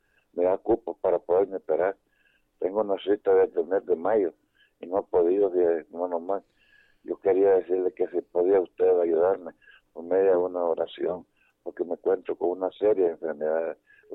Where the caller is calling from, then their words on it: Francisco Morazán, Honduras; aquí de ….